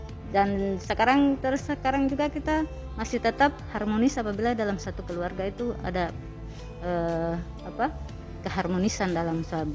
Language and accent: Indonesian; Ambon, Maluku, Indonesia; sedangkan kita di Ambon sini